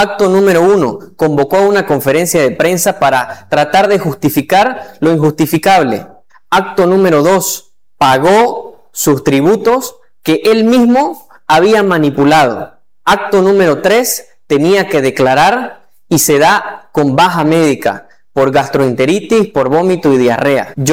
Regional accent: Santa Cruz, Bolivia; pero nosotros como cruceños no merecemos eso.

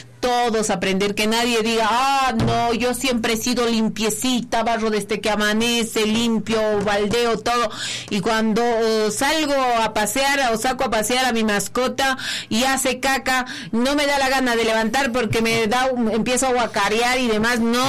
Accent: Potosí, Bolivia; ¿qué somos los potosinos?

